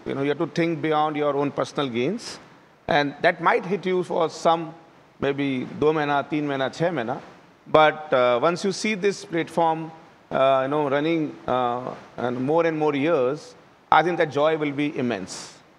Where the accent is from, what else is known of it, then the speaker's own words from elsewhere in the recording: Rajasthan, India; I am from Rajasthan, right? And Rajasthan population is close to 8 crore. I'd done a business there for 20 years, from 96 to 2016 as NBFC.